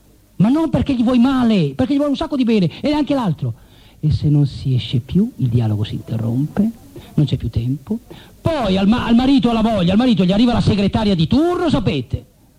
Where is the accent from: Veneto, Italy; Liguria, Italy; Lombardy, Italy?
Lombardy, Italy; Milan; io sono milanese